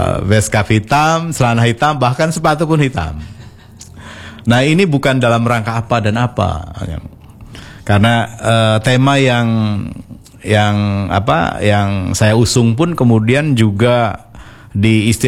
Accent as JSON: {"language": "Indonesian", "area": "Cirebon", "region": "West Java", "country": "Indonesia", "accent": "Cirebonese", "first_language": "Cirebonese", "second_language": "Indonesian", "said": "saya pengen bicara ngomongkan soal bahasa ibu saya kan, bahasa Cirebon kan."}